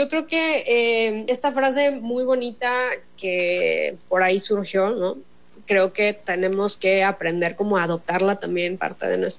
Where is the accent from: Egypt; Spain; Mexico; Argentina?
Mexico; de la comunidad como mexicanos